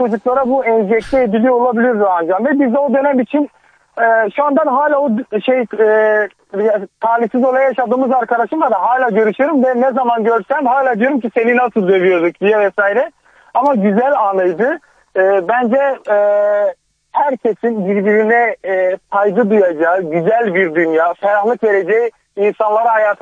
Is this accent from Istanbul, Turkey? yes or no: no; Kars, Turkey; Bilmiyorum, ben aynı memleketteniz. Ben de Karslıyım.